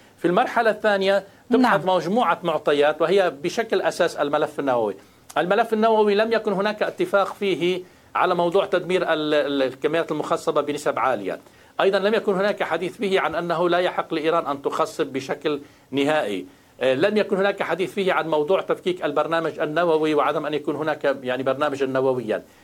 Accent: Lebanon; أنا لبناني

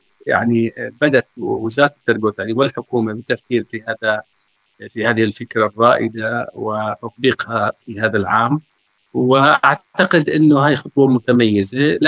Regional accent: Jordan; في بلدنا الأردن

